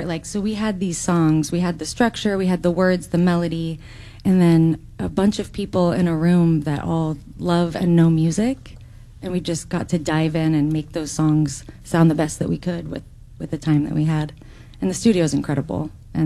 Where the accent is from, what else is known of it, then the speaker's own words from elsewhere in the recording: Mount Shasta, California, United States; moved away; also born or lived in Humboldt; Well, I grew up in Mount Shasta, California. So Mount Shasta is a snowy volcano. And I grew up in the little town of Mount Shasta City.